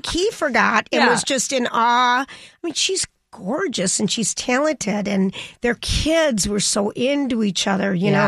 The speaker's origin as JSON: {"language": "English", "town": "Boston", "region": "Massachusetts", "country": "United States", "said": "I'm a guy from Boston."}